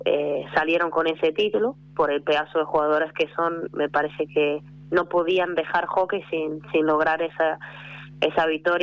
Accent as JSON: {"language": "Spanish", "country": "Portugal", "second_language": "Spanish", "said": "yo vengo de Portugal, aprecio el club, pero después tengo gente al lado que ha crecido en el club y que ama el club"}